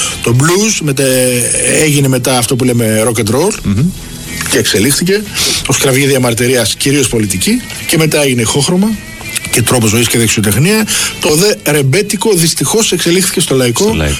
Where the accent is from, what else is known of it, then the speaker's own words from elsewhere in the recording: Skiathos, Thessaly, Greece; now in Piraeus, Greece; Η καταγωγή μου είναι από τη Σκιάθο. Ενημέρωσα εδώ στο Πασαλιμάνι, αλλά η καταγωγή είναι από τη Σκιάθο